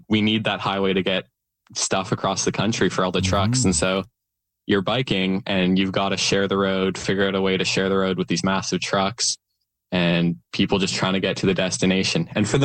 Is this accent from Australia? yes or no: no; Victoria, British Columbia, Canada; moved away as an adult; now in Halifax, Canada; I graduated in Victoria, I grew up in Victoria, but I'm going to university in Halifax